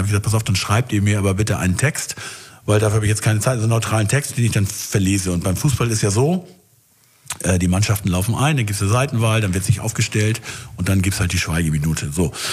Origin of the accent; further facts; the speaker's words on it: Schleswig, Schleswig-Holstein, Germany; Also in Schleswig, ich komme ja aus Schleswig, bin geborener Schleswiger.